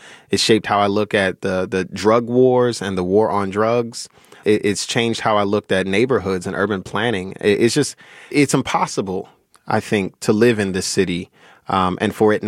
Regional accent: Chicago, Illinois, United States; like where I grew up on the K-Town part of North Lawndale, it's called Holy City because that's where the Vice Lords were started.

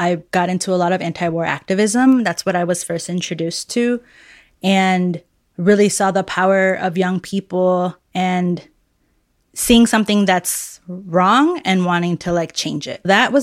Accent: Chicago, Illinois, United States; I'm from the South Side of Chicago, East Side. It's a neighborhood. People often don't think of it as a neighborhood. They're always like, the East Side, isn't that the lake? And my family migrated from Mexico there in the 40s.

